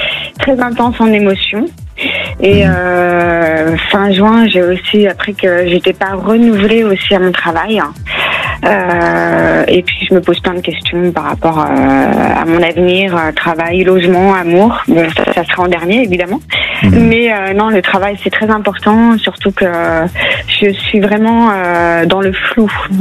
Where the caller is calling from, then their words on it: Montpellier, Occitanie, France; De Montpellier.